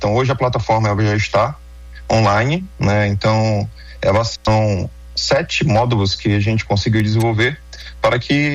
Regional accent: Manaus, Amazonas, Brazil; Sou de Manaus, Amazonas

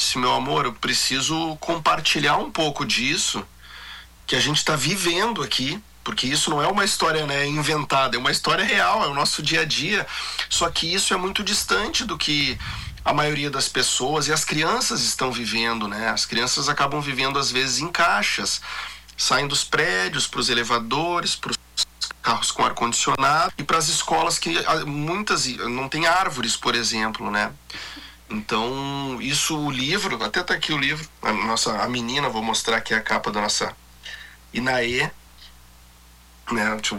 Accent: South Region, Brazil; moved away as an adult; also born or lived in Rio de Janeiro; eu sou do Sul.

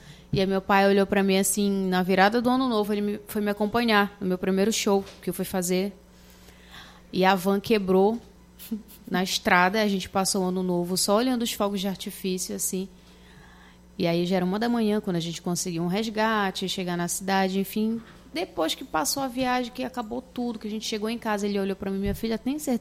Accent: Belém, Pará, Brazil; eu cresci no Jurunas ouvindo muita música, vendo muitos artistas

